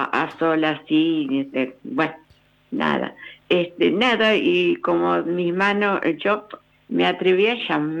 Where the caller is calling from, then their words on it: Buenos Aires, Argentina; de la del barrio de Belgrano.